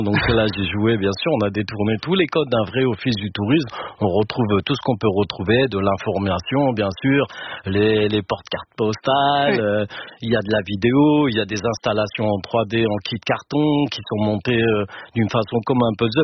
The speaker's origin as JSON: {"language": "French", "town": "Mantes-la-Jolie", "region": "Île-de-France", "country": "France", "said": "on vient des Yvelines. Donc qui dit les Yvelines, déjà, dit hein"}